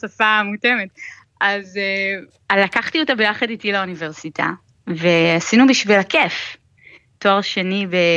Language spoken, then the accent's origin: Hebrew; Ramat Gan, Tel Aviv District, Israel; אני במקרה גדלתי ברמת גן, עיר הבירה של העיראקים בארץ, אצלנו באמת...